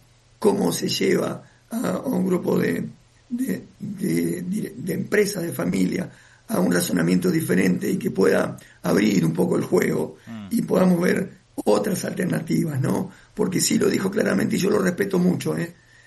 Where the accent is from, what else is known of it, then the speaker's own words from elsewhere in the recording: Concordia, Entre Ríos, Argentina; yo tengo más de 50 años, ¿no? 56. Y a los 25 años, sí, yo soy de Concordia